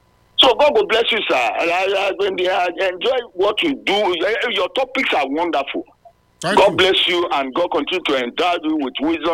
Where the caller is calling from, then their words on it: Ubiaja, Edo, Nigeria; I'm calling from Mubiaja.